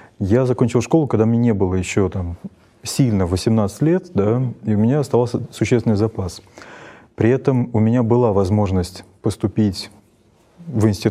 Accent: Moscow, Russia; родился я в Москве, почти в самом центре, недалеко от Лужников.

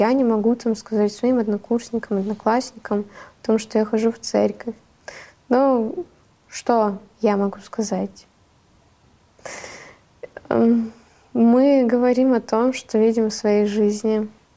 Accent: Gelendzhik, Krasnodar Krai, Russia; also born or lived in Arkhyz, Karachay-Cherkessia; — это Геленджик, мой родной город.

